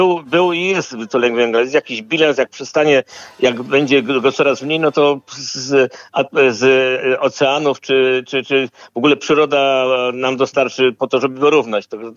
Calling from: Poznań, Greater Poland Voivodeship, Poland; jako poznaniak

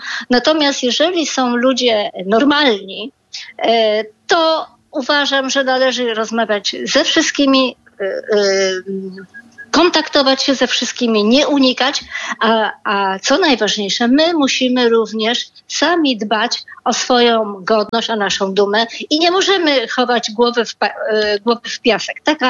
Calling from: Łódź, Łódź Voivodeship, Poland; ja dzwonię z Łodzi. Przez jakiś czas nawet mieszkałam chyba na tym samym, w tej samej dzielnicy, co pan Jarek Papis, był na Bałutach.

